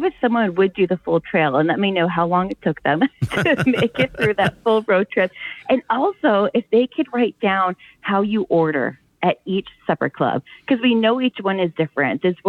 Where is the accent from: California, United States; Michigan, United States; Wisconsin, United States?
Wisconsin, United States; I'm from Southwest Wisconsin, where you have hills that aren't always conducive for growing crops.